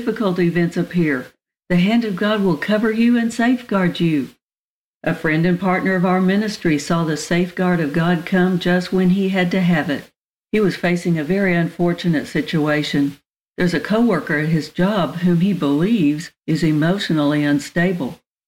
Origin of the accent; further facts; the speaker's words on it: Oklahoma, United States; I grew up in Oklahoma, and so the word safety has a special meaning right around the time of year when the tornadoes come.